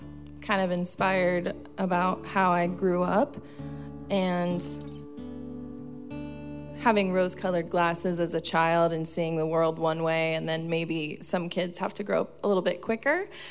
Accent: Sundance, Utah, United States; moved away; Yeah, I grew up in the mountains. I grew up in Sundance, Utah.

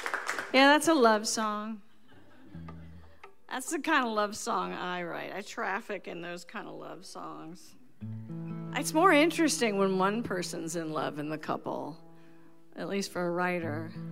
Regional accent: Baltimore, Maryland, United States; born there; I was born in Baltimore, but I didn't grow up there. I kind of grew up all over the country.

